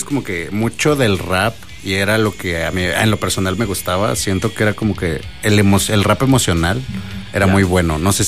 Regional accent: Mexico

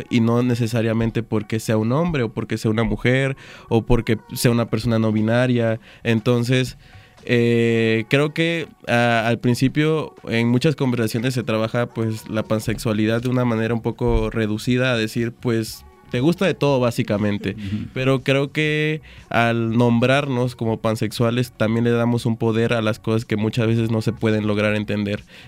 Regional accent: Veracruz, Mexico; Yo soy del sur de Veracruz

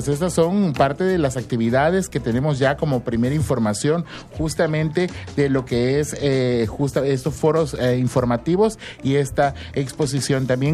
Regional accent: Cárdenas, Tabasco, Mexico; yo que soy de Cárdenas

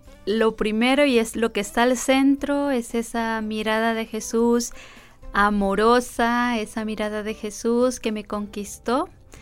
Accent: Honduras; moved away as an adult; also born or lived in Mexico; soy misionera Verbum Dei desde hace 17 años, soy hondureña

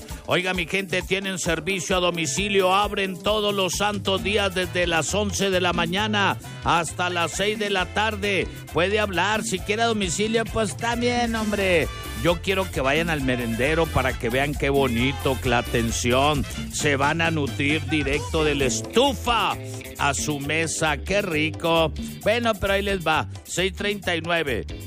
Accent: Mexico; moved away as an adult; also born or lived in United States; Y nosotros como mexicanos, ay, después, ay, al rato

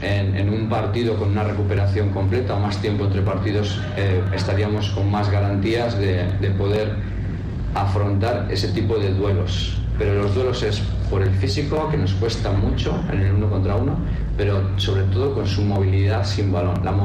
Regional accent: Mexico; sacando nuestro potencial como mexicanas

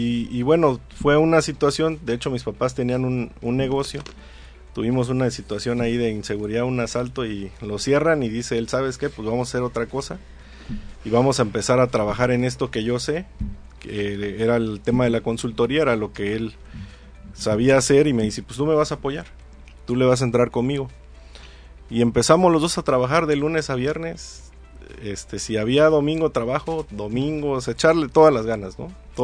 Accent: Acapulco, Guerrero, Mexico; also born or lived in State of Mexico; Llegamos a Acapulco. Hago aquí pues toda mi vida. Yo soy acapulqueño. Aunque nací en el Estado de México, pues desde los 2 años vivo aquí. No me acuerdo nada de allá. Si me preguntan, prácticamente toda mi vida ha sido en Acapulco.

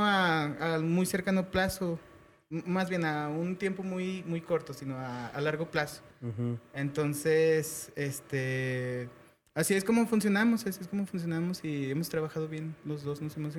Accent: Zacatecas, Mexico; somos de aquí de Zacatecas. Bueno. Somos originarios de aquí de Zacatecas. desde que estábamos niños, nuestros papás, pues somos de la misma familia.

